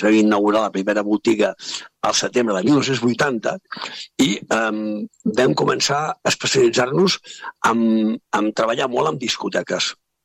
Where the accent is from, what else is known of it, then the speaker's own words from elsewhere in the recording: Molins de Rei, Catalonia, Spain; Nosaltres som de Molins de Rei